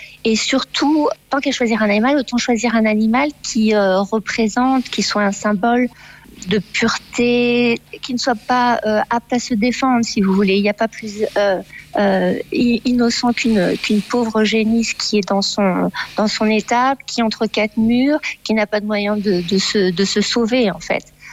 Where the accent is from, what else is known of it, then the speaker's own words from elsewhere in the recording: Paris, Île-de-France, France; moved away as an adult; also born or lived in Dartmoor; Moi, je suis parisienne d'origine